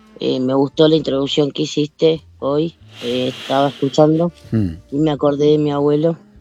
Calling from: Morón, Buenos Aires Province, Argentina; de Morón.

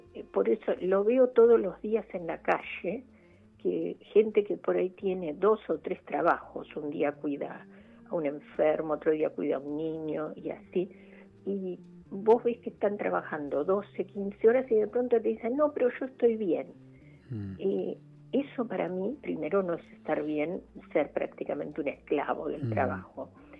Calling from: Buenos Aires, Argentina; de Belgrano.

